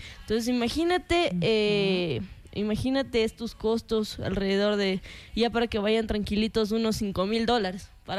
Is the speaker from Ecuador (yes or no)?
yes; Ecuador; Claro, nosotros como ecuatorianos